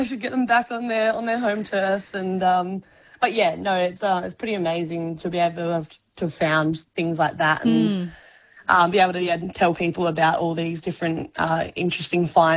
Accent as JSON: {"language": "English", "town": "Geraldton", "region": "Western Australia", "country": "Australia", "tie": "born or raised there", "said": "I grew up in Geraldton and did my last couple of years of high school in Geraldton as well. Then moved away, did a bit of study over east, doing marine biology over there. Then came back to Western Australia"}